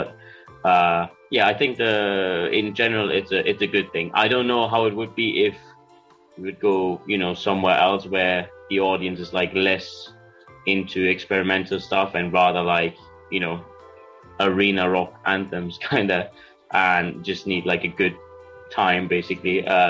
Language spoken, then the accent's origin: English; Germany; first language German; English is a second language; I'm from Germany and my main language is German.